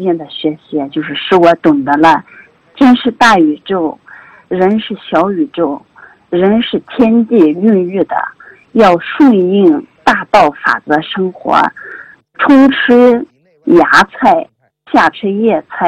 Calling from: Zhangye, Gansu, China; 我来自甘肃张掖

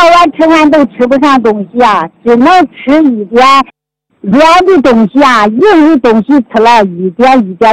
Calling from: Xinjiang, China; 我是来自新疆的。

